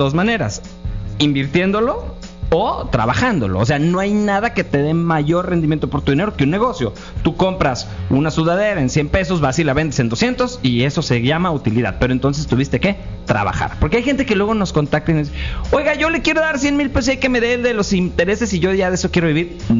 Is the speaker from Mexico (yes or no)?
yes; Mexico; Tenemos rasgos de sudafricanos que luego les platico en la familia, pero sí somos mexicanos.